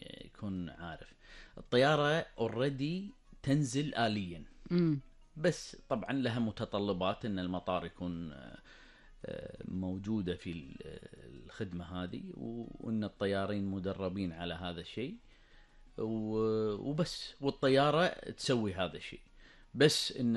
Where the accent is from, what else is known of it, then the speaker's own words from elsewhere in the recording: Kuwait; موجود عندنا بالكويت